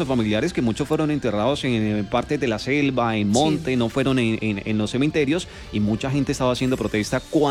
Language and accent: Spanish; Pitalito, Huila, Colombia; pues yo vengo de Pitalito, del Valle de los Hoyos.